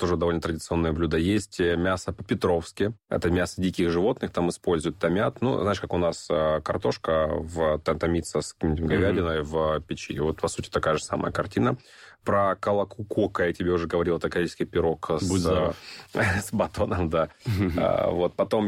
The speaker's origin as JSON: {"language": "Russian", "town": "Horlivka", "region": "Donetsk Oblast", "country": "Ukraine", "moved": "as an adult", "lives_now": "Saint Petersburg, Russia"}